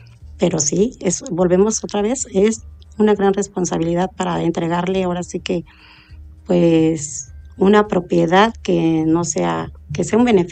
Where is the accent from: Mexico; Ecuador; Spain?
Mexico; Acatlán; born there; Yo soy de Acatlán. Yo nací aquí, tengo muchos años viviendo